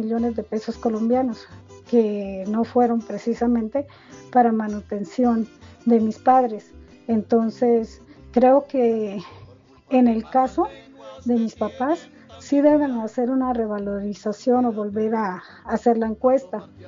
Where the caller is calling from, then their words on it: Toluca, State of Mexico, Mexico; Estoy en Toluca, México